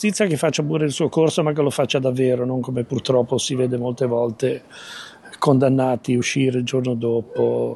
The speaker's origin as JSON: {"language": "Italian", "town": "Genoa", "region": "Liguria", "country": "Italy", "tie": "born there", "said": "Sono nato a Certosa, vivo a Rivarolo, quindi mi sono spostato di poche centinaia di metri. Ho ancora il cuore qua."}